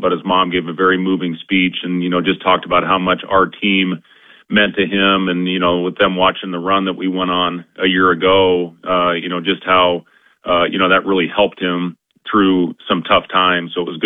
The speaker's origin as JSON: {"language": "English", "town": "Ames", "region": "Iowa", "country": "United States", "tie": "born or raised there", "said": "growing up in Ames, Iowa."}